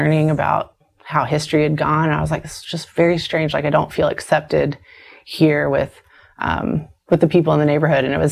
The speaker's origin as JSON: {"language": "English", "region": "New York", "country": "United States", "tie": "born there", "lives_now": "Steubenville, United States", "said": "I mean, I was born in Manhattan, New York."}